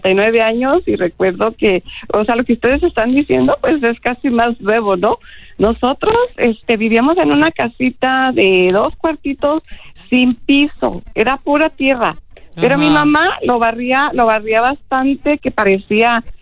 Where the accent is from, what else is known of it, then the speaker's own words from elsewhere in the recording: Guadalajara, Jalisco, Mexico; now in Palmdale, United States; yo soy de Guadalajara, en una colonia, obviamente.